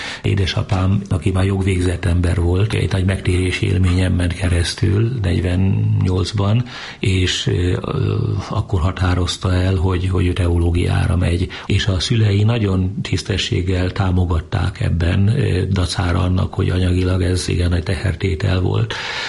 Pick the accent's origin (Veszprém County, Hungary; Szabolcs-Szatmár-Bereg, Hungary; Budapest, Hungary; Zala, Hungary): Veszprém County, Hungary; Csögle; Esdában születtem, de akkor még bőven vidéken éltünk.